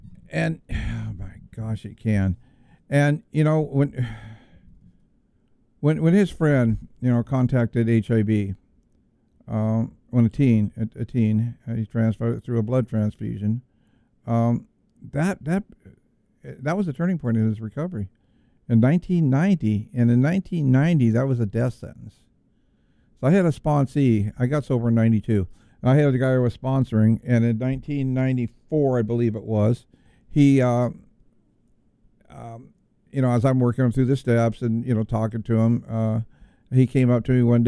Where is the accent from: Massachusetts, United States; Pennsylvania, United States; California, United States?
California, United States; now in Bullhead City, United States; I'm from California